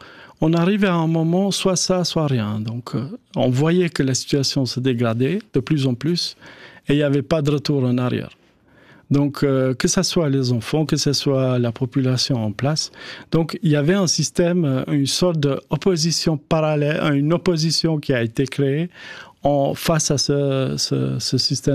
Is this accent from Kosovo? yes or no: yes; Kosovo; moved away as an adult; Quand je suis parti du Kosovo, j'avais 18 ans.